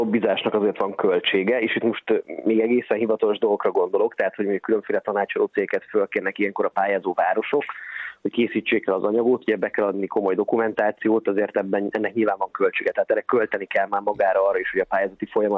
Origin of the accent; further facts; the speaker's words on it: Szeged, Csongrád-Csanád, Hungary; Én szegedi vagyok.